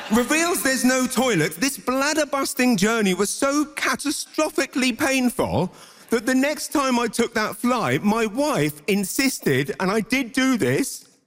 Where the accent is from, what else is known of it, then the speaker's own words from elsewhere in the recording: London, United Kingdom; now in Saint John, Canada; as a Londoner turned maritimer.